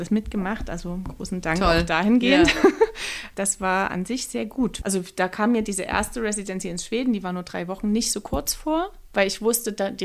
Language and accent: German; Saxony, Germany; habe ich das quasi mit der Landschaft meiner Herkunft, wo ich aufgewachsen bin, gemacht, das Erzgebirge, wo ich eigentlich immer erstmal weg wollte